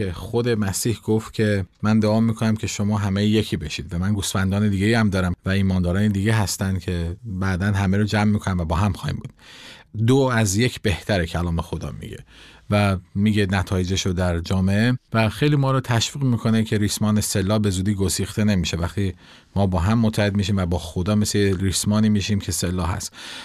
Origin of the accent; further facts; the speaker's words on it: Iran; همه میگیم ما ایرانی هستیم